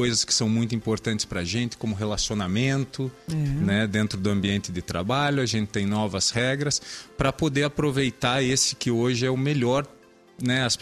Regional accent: Brazil; now in United States; um prazer estar aqui de novo na minha terra natal, estar em casa de volta.

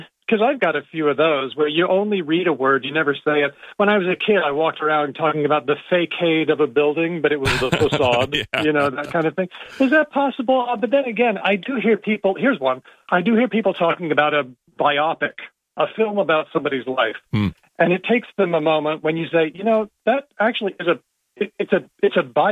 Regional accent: Australia; We Australians are pretty sensitive about creeping Americanisms.

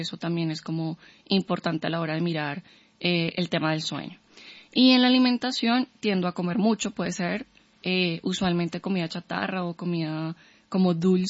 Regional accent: Bogotá, Colombia; nosotros como bogotanos o como colombianos

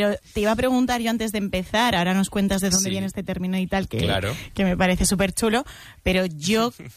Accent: Guadalajara, Castilla-La Mancha, Spain; Yo de Guadalajara.

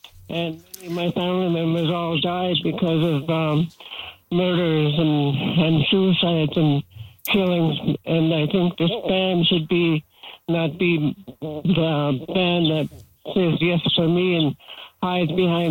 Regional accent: Burns Lake, British Columbia, Canada; Now, I'm from the Maxon Lake area near Burns Lake, and I'm against the pipeline

